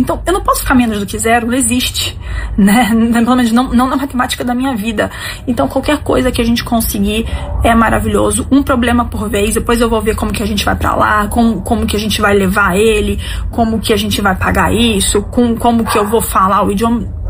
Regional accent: Brazil; A gente é brasileiro

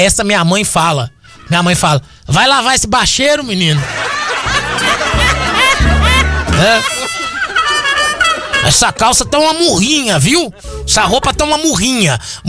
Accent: Minas Gerais, Brazil; uma boa que nós mineiros falamos muito é pra uma pessoa que sabe muito

